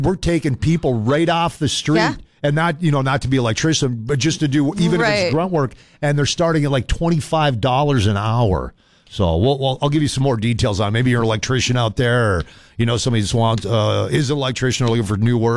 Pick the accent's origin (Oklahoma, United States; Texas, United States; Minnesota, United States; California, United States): Minnesota, United States; Hibbing; born or raised there; moved away